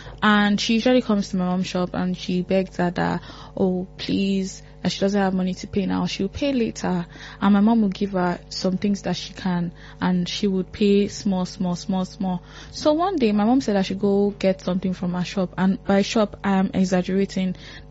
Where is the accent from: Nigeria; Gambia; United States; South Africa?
Nigeria; We are so many in Nigeria alone. We are so many. That's why we are the most populated country in Africa